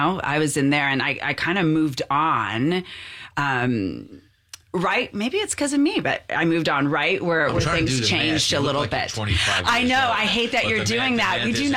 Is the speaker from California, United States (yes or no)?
yes; Cerritos, California, United States; right here in L.A., Cerritos, California.